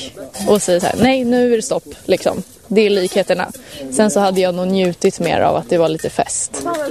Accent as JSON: {"language": "Swedish", "area": "Bandhagen", "region": "Stockholm County", "country": "Sweden", "said": "Bandhagen"}